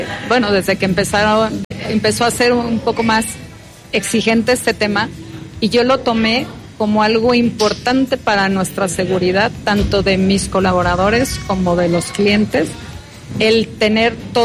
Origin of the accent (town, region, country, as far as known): Mexico